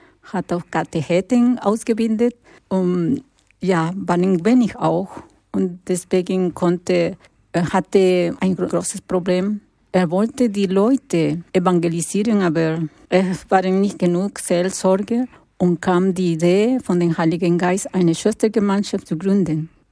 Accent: Lima, Peru; born there; German is a second language; moved away; Und ich bin in Lima geboren und habe ich viel Armut gesehen.

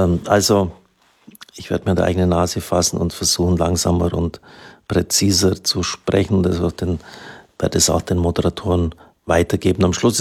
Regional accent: Bavaria, Germany; Maria Vesperbild würde ich tatsächlich so unterstreichen. Das ist ungefähr 15 Kilometer von dem Ort, wo ich aufgewachsen bin, entfernt.

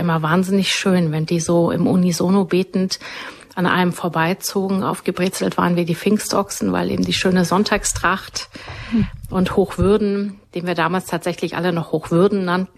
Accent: Bavaria, Germany; born there

